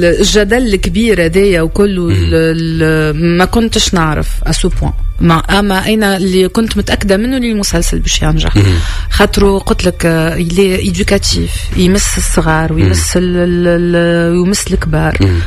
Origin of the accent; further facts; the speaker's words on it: Tunisia; انا فنانه من تونس